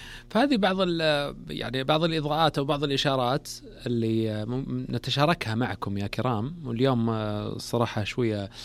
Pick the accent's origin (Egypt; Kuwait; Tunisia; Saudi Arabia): Saudi Arabia; في المملكة العربية السعودية